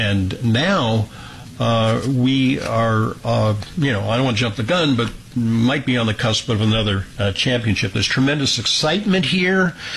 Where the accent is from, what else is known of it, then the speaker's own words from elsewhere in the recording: California, United States; now in New York, United States; I am a New Yorker, and I am flush with pride and excitement about the victory of my home team, the New York Knicks.